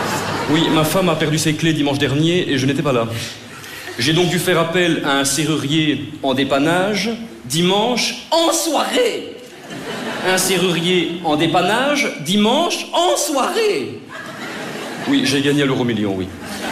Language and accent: French; Brussels, Brussels-Capital Region, Belgium; born there; Je suis né à Bruxelles. Je suis un humoriste belge